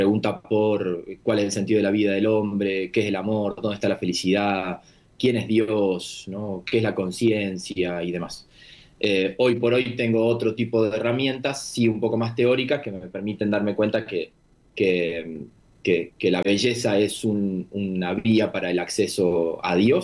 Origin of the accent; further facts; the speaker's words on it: Coronel Suárez, Buenos Aires Province, Argentina; born there; Recuerdo tener 14, 15 años, estar con un amigo mío de Coronel Suárez, provincia de Buenos Aires, donde yo nací